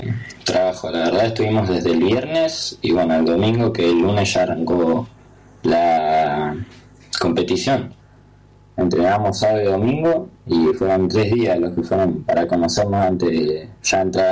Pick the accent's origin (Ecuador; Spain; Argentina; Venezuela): Argentina; Viedma, Río Negro; Soy de Vietma, sí.